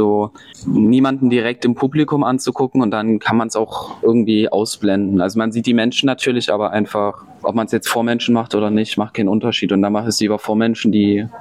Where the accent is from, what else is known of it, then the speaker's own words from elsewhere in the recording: Wölkau, Saxony, Germany; ich komme hier aus der Region, aus einem Ort Wölkau genannt. Ich weiß nicht, ob das irgendjemandem was sagt, ungefähr 5 Kilometer weg.